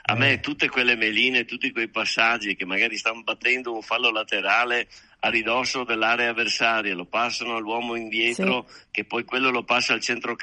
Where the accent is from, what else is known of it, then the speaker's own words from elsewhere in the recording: Veneto, Italy; noi siamo veneti